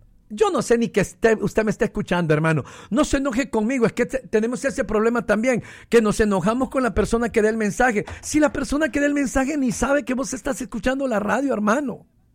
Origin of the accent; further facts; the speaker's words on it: Honduras; born there; mi nana es hondureña y para los que les gusta señalar, nací aquí, en Honduras. Soy catracho, de tatamuco.